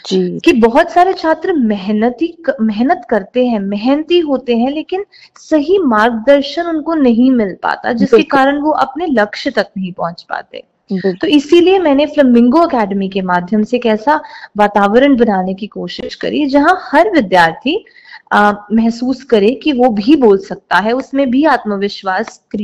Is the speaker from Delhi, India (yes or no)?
yes; Delhi, India; moved away as an adult; now in Ludhiana, India; क्योंकि मैं दिल्ली से हूँ